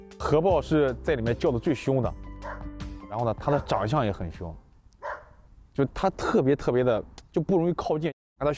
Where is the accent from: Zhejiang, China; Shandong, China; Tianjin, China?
Shandong, China; 我们山东人